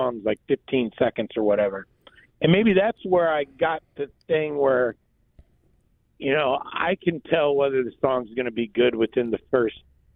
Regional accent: Oregon, United States; born there; I grew up around Burning Man people, bro. I'm in Oregon.

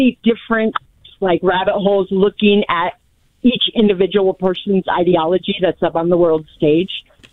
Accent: Placerville, California, United States; moved away as an adult; also born or lived in Orange County, California; now in Bullhead City, United States; Okay, yeah, I moved out here from Orange County. I'm originally from Placerville, California.

